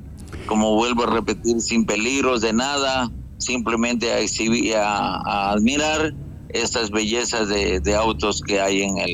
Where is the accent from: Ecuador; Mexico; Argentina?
Ecuador